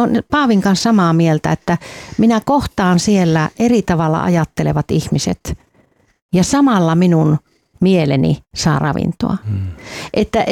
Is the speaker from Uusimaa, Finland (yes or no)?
yes; Helsinki, Uusimaa, Finland; mä aina olen helsinkiläinen.